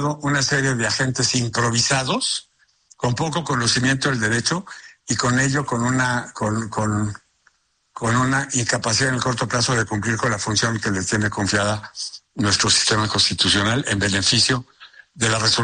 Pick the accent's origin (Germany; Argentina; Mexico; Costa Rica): Mexico; nos sostienen como abogados, como mexicanos